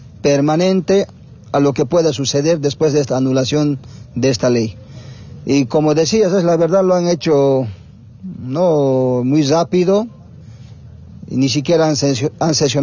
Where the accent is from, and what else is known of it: Bolivia